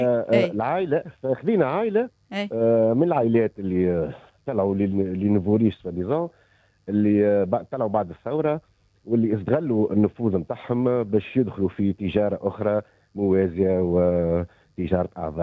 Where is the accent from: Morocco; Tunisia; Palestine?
Tunisia; عشناها احنا التوانسة الكل